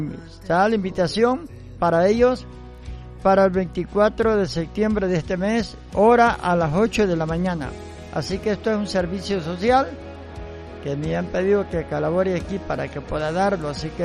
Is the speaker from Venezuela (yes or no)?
no; Soledad Mienguera, Morazán, El Salvador; now in Delicias de Concepción, El Salvador; Somos originarios de Cantón Soledad Mienguera, pero pues vivimos en la zona de Delicias de Concepción.